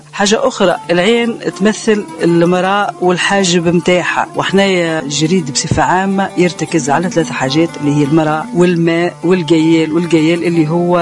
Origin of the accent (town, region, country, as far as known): Tozeur Governorate, Tunisia